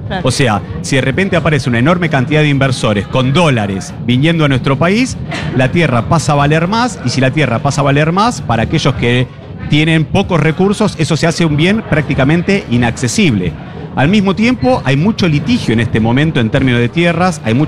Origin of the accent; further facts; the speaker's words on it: Argentina; como habitante de la Argentina